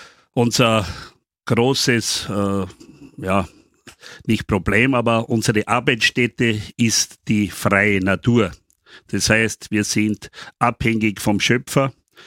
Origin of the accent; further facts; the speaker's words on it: Mönchhof, Burgenland, Austria; Und das ist bei uns am Neusiedler See. Wir kommen aus Mönchhof.